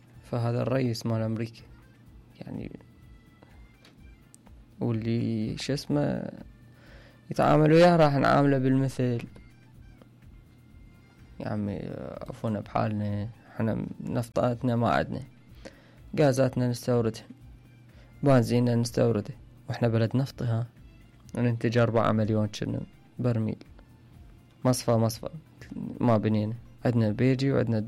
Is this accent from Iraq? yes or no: yes; Iraq